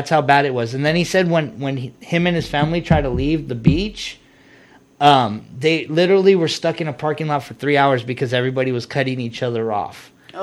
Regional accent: San Bernardino, California, United States; since I'm from San Bernardino, is the best way is the RTA 200 bus.

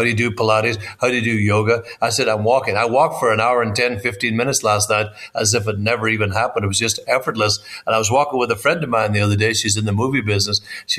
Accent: Ireland; now in Agoura, United States; As a farm boy growing up in Ireland

